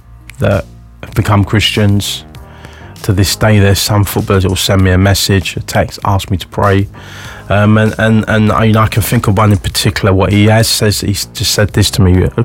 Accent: London, United Kingdom; I don't do north. I'm a Londoner.

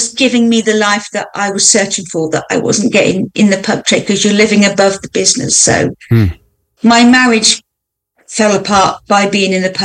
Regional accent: Oxford, South East England, United Kingdom; I think it's more friendly. I was born in Oxford, brought up in Oxford.

